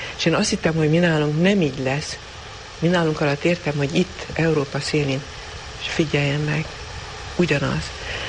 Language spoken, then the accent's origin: Hungarian; Transylvania, Romania; voltak Romániában olyan időszakok, amikor nem volt nagy magyar nyomás. Akkor tulajdonképpen még magyar iskola, szóval egy bizonyos magyar környezetben nőttem teljesen